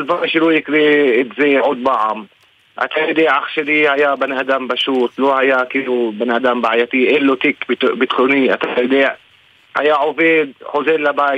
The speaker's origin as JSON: {"language": "Hebrew", "town": "Jerusalem", "region": "Jerusalem District", "country": "Israel", "said": "כן, אבל לא מג'אבל מוקבר, אנחנו מירושלים, עיר העתיקה."}